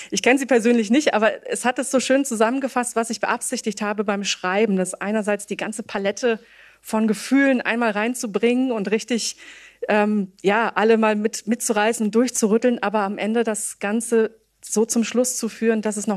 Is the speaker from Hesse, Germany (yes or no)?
yes; Bad Vilbel, Hesse, Germany; Im Wesentlichen, ich komme aus Bad Vilbel, das ist so 70 Kilometer ungefähr Richtung Frankfurt von hier.